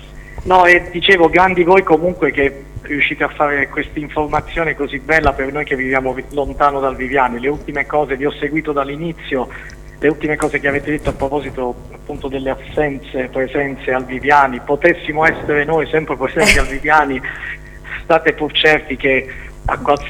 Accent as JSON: {"language": "Italian", "town": "Turin", "region": "Piedmont", "country": "Italy", "said": "noi siamo di Torino, no?"}